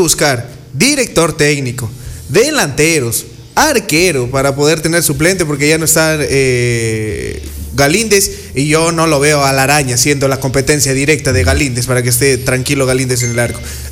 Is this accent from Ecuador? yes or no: yes; Ecuador